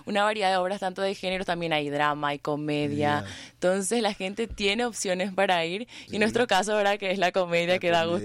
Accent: Santa Rita, Alto Paraná, Paraguay; now in Asunción, Paraguay; Yo soy oriunda de Santa Rita

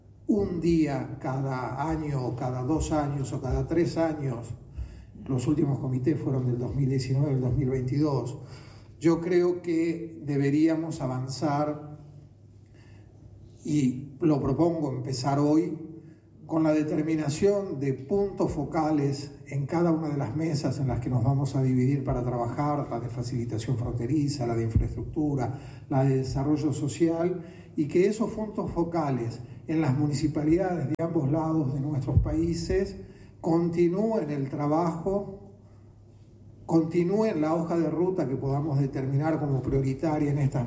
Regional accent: Santa Fe, Argentina; Lo digo como santafesino y no como porteño, que no lo soy.

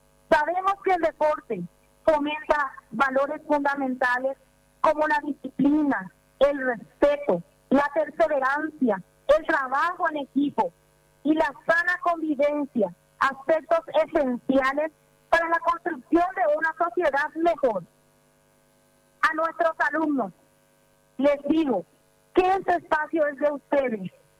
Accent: Paraguay; los paraguayos somos gigantes.

